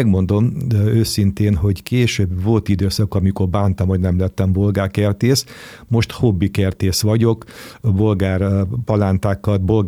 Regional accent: Hungary; born there

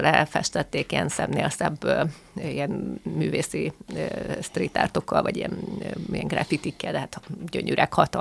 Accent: Kazincbarcika, Borsod-Abaúj-Zemplén, Hungary; moved away; én például Kaznitz-Barcikáról származom

